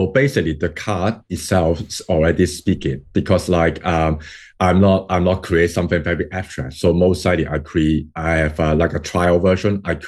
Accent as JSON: {"language": "English", "region": "London", "country": "United Kingdom", "said": "that is like before I'm from London before"}